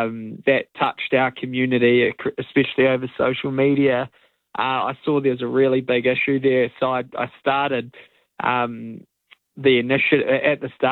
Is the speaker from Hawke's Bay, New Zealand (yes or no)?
yes; Hawke's Bay, New Zealand; I'm from Hawke's Bay, East Coast, Aotearoa, and been born and bred here off a sheep and beef farm, and proudly so. Went through Hastings Boys High